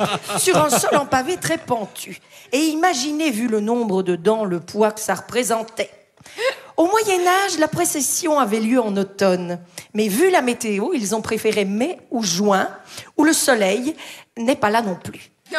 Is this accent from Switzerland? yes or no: no; Mons, Wallonia, Belgium; Mais évidemment, je suis montoise, je suis née à Mons, j'ai vécu à Wham toute mon adolescence.